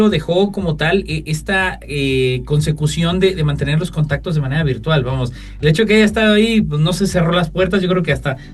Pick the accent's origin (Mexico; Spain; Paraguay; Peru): Mexico